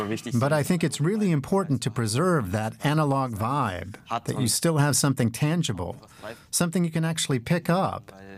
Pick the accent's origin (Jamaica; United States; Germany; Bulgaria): Bulgaria; Haskovo, Haskovo Province; This is in Sofia, and this is my hometown of Haskovo.